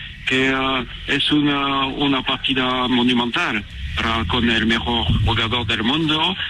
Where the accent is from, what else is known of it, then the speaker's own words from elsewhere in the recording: France; Spanish is a second language; Soy francés.